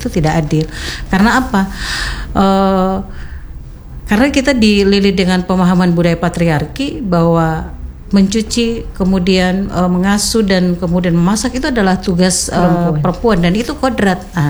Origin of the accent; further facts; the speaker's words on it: North Maluku, Indonesia; saya ini orang Kayowa, Bajo, otomatis saya suara saya agak sedikit keras gitu ya, sedikit keras. Karena apa? Saya dilahirkan di pinggir pantai yang ombaknya besar.